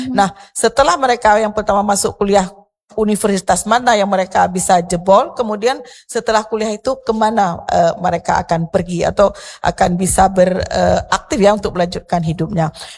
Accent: Aceh, Indonesia; kita Aceh Besar

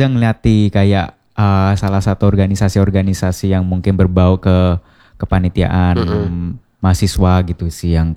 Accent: Surakarta, Central Java, Indonesia; saya dari Solo.

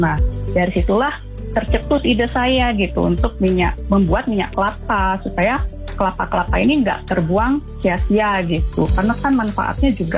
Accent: Bali, Indonesia; karena saya kan orang Bali gitu ya.

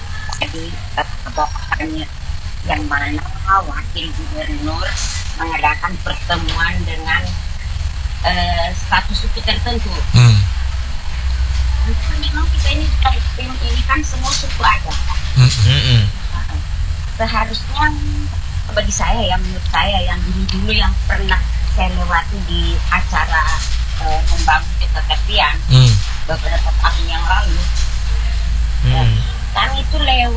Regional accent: East Kalimantan, Indonesia; Karena kami ini dari Kaltim ini bukan cuma satu suku

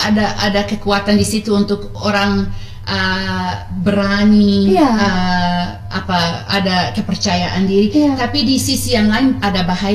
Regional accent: Indonesia; saya lahir besar di Indonesia

